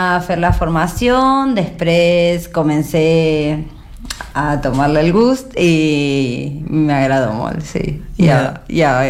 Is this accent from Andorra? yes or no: no; Argentina; moved away; jo, que sóc argentina